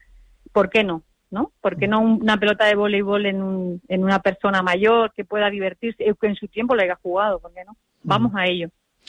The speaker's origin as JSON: {"language": "Spanish", "country": "Andorra", "tie": "born or raised there", "also_born_or_lived": "Barcelona", "moved": "yes", "said": "yo soy de Barcelona, criada en Andorra"}